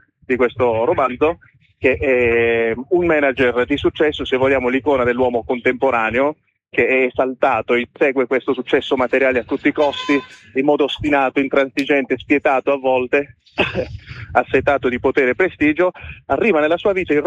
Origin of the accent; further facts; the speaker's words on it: Bari, Apulia, Italy; io sono barese come dicevo prima